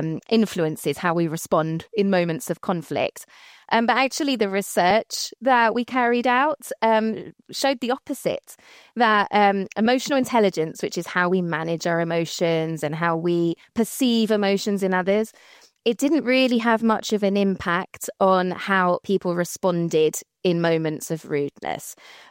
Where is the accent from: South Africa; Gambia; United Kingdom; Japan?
United Kingdom; well, I'm British, so even more so